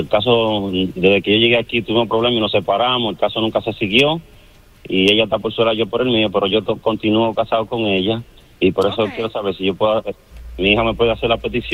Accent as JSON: {"language": "Spanish", "country": "Dominican Republic", "lives_now": "United States", "said": "mira, soy dominicano, estoy casado, mi esposa es ciudadana americana."}